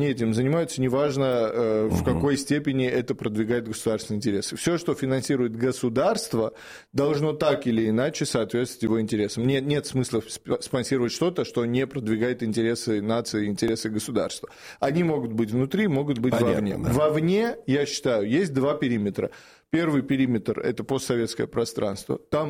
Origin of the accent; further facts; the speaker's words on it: Moscow, Russia; born or raised there